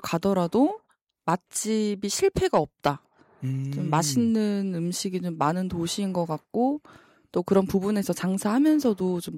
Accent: Gunsan, North Jeolla, South Korea; moved away as an adult; now in Jeonju, South Korea; 저는 군산에서.

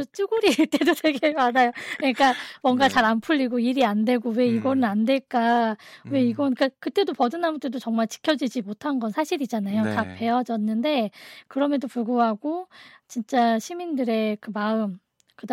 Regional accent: Buan, North Jeolla, South Korea; 저는 지역이 부안이었어요. 사는 공간이 부안이었고

